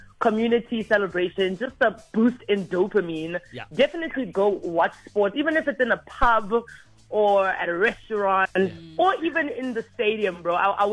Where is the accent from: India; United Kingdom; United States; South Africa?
South Africa; Soweto, Gauteng; Now, Mpanami, I'm from Msotra myself.